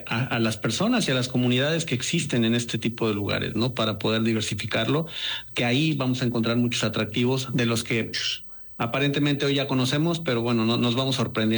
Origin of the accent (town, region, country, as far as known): Yucatán, Mexico